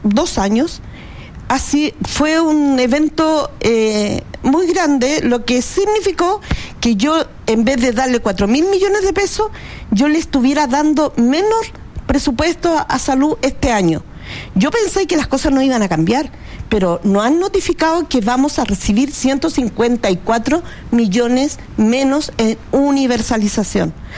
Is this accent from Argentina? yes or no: no; Chile; estamos sintiendo que somos chilenos de segunda categoría.